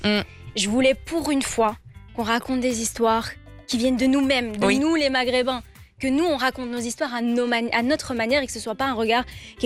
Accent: Belgium; Alors que non, en fait, on est belge. On a des nationalités, il y en a qui ont grandi en Belgique, qui sont nés en Belgique, enfin voilà.

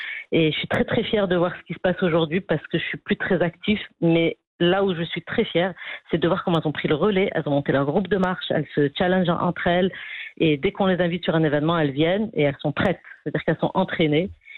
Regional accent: Rabat, Rabat-Salé-Kénitra, Morocco; moved away as an adult; now in Casablanca, Morocco; moi j'ai grandi à Rabat

